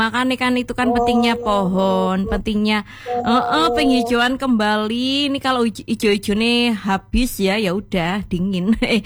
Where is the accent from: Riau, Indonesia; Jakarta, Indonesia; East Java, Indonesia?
East Java, Indonesia; Malang; bagi kita yang dari lahir di Malang